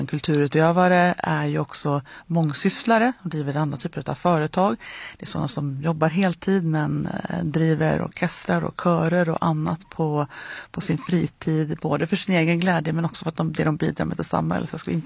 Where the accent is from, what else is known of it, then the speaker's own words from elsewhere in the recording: Frösön, Jämtland County, Sweden; Jag är ju från Frösön